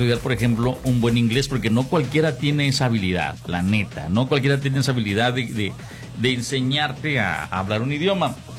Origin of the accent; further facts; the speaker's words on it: Mexico